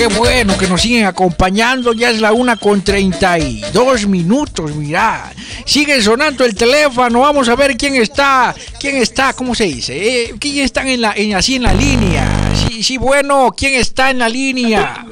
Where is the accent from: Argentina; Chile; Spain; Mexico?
Mexico; Tonalá, Chiapas; no puede faltar aquí a mi tierra, a mi pueblo, ¿verdad? Aquí donde estamos nosotros en Tonalá